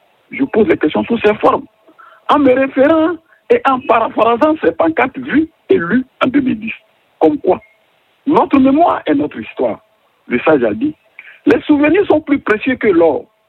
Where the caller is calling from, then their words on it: Yamoussoukro, Côte d’Ivoire; Je vous appelle de Yamoussoukro, Vichère, en Côte d'Ivoire.